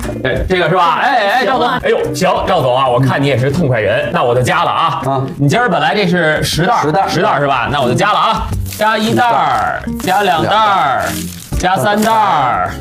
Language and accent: Chinese; Beijing, China; 咱们北京人啊有一个习惯